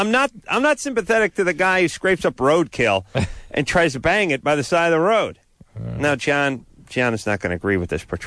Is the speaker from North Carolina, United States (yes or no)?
no; California, United States; But we're from California, so we don't do a lot of rambling and rolling, and we don't even say highway, we say freeway.